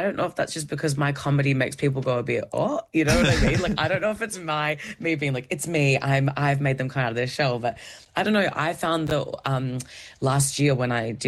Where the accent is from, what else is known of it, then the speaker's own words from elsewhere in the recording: Perth, Western Australia, Australia; I'm from Perth, Western Australia.